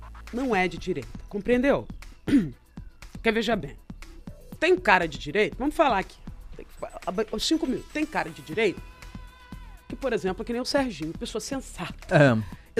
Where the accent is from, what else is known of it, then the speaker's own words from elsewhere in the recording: Baixada Santista, São Paulo, Brazil; Eu conheço aquela região, que eu sou da Baixada Santista.